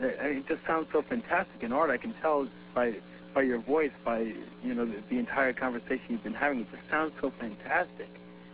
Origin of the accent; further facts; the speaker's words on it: Huntington, New York, United States; You know, I'm from Suffolk County. I'm from Huntington.